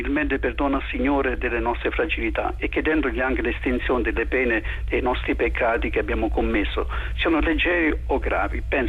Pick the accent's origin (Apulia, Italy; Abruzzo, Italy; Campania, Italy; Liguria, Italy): Campania, Italy; Airola; sono cresciuto in mezzo ai francescani. Io sono originario di Airola, ad Airola ci sono i padri francescani, e quindi siamo cresciuti in questa spiritualità.